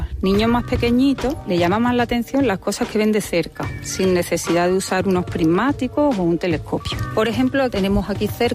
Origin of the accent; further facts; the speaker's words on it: Humilladero, Andalusia, Spain; soy de Humilladero, un pueblo cerquita de Fuente de Piedra.